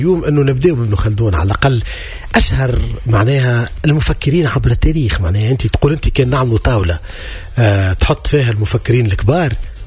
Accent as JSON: {"language": "Arabic", "country": "Tunisia", "said": "مش شعوبي لا أنا تونسي"}